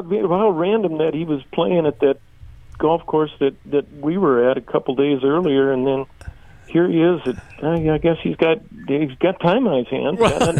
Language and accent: English; South Dakota, United States; we're from South Dakota.